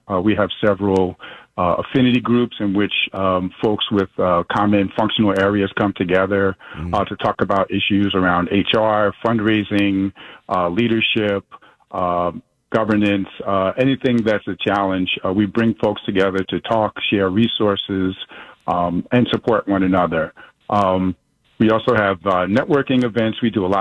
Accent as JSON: {"language": "English", "town": "New York City", "region": "New York", "country": "United States", "tie": "born or raised there", "said": "I'm a proud son of West Brighton, Staten Island. I grew up in West Brighton Project."}